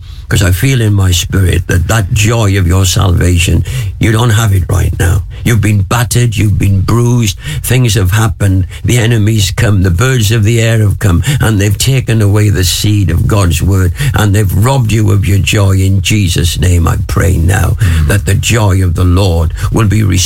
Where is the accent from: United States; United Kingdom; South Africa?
United Kingdom; Wales; When I was growing up in Wales